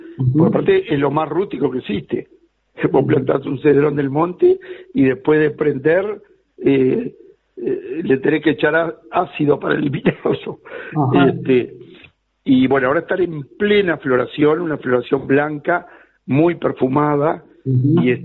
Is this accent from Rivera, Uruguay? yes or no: yes; Tranqueras, Rivera, Uruguay; now in Tacuarembó, Uruguay; en mi pueblo natal, Tranqueras